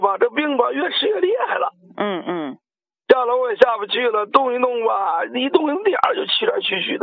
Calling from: Shijiazhuang, Hebei, China; 啊，我是河北石家庄的。

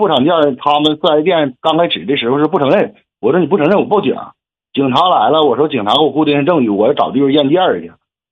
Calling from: Changchun, Jilin, China; 咱长春的

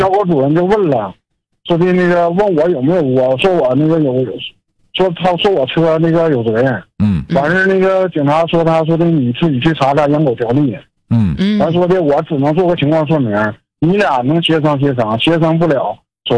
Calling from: Liaoyuan, Jilin, China; 辽源的。

